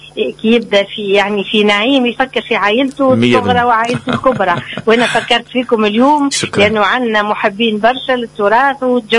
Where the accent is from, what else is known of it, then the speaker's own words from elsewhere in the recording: Tunisia; متحف يعني من أجمل ما عندنا في تونس ومن أروع المتاحف.